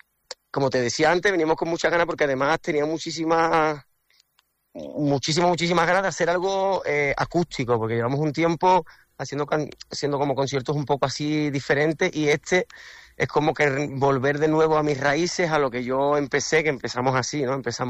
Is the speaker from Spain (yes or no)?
yes; Cádiz, Andalusia, Spain; yo soy de Cádiz, imagínate, el humor de nosotros y ese sarcasmo, ese punto, como tú dices, ¿no?, de improvisar, siempre lo tenemos dentro.